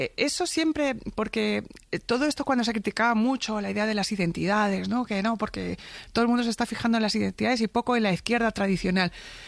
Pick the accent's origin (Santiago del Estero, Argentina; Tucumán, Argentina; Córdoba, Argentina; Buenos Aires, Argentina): Buenos Aires, Argentina; born there; Yo no soy una migrante de segunda generación, porque yo, por más que nací en Buenos Aires